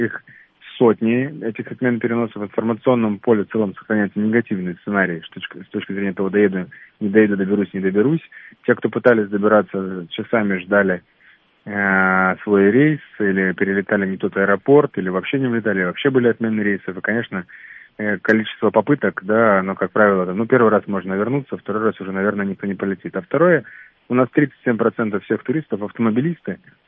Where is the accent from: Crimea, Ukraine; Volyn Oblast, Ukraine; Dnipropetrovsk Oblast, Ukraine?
Crimea, Ukraine; Я сначала первую мысль поддержу как крымчанин родом оттуда, что сегодня Крым как был, так и остается территорией, куда ехали с мамой, с бабушкой, с папой с незапамятных времен.